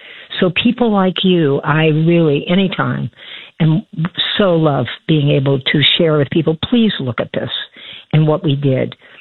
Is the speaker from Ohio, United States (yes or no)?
yes; Ohio, United States; but I'm from Ohio, and you can take the girl out of the Midwest, but you can't in a small town too.